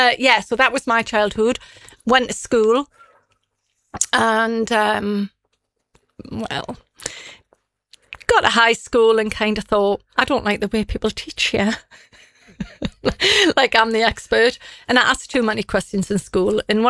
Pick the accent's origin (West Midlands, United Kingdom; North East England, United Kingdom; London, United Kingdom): North East England, United Kingdom; Newbiggin-by-the-Sea; I was born in Newbiggin by the sea.